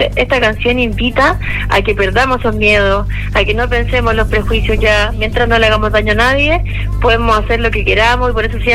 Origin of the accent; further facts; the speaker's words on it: Quillota, Valparaíso, Chile; now in Santiago, Chile; con la gente de mi tierra también.